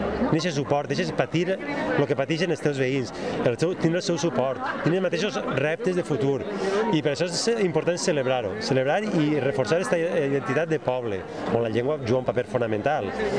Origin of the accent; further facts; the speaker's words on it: Valencian Community, Spain; els problemes que patim com a valencians